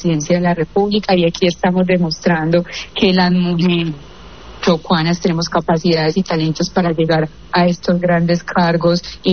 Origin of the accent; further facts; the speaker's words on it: Chocó, Colombia; muchos chocuanos somos ejemplo de ello.